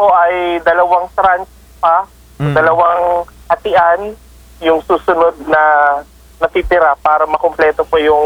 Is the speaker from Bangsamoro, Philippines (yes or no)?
no; Mimaropa, Philippines; sa amin sa Marinduque